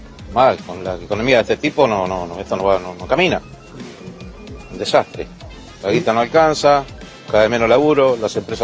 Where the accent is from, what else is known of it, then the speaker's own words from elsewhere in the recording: San Martín, Buenos Aires Province, Argentina; me crié acá en San Martín, soy de San Martín